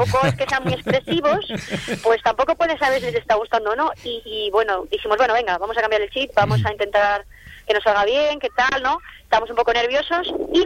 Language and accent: Spanish; Laguna de Duero, Castile and León, Spain; en mi pueblo, en Laguna de Duero